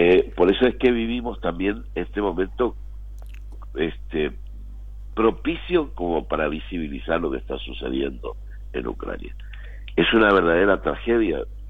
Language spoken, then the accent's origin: Spanish; Misiones, Argentina; Somos argentinos, somos misioneros. Bueno, orgullosamente descendientes de un grupo de gente que ha cruzado el mar y que se ha venido, se ha instalado acá